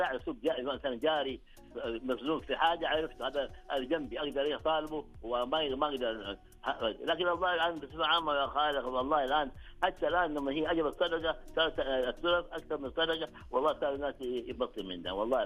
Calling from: Medina, Medina Province, Saudi Arabia; انا من المدينه المنوره

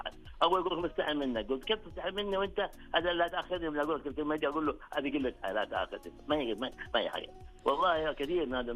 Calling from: Medina, Medina Province, Saudi Arabia; انا من المدينه المنوره

